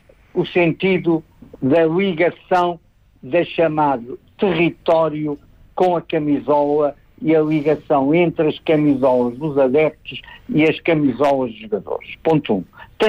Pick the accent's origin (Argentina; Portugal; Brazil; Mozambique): Portugal; Viseu, Centro; Eu sou de Viseu, cresci em Viseu